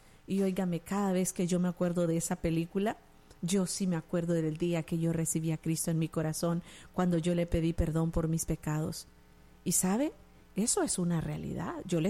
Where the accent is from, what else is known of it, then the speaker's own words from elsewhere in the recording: El Salvador; born there; en mi país, El Salvador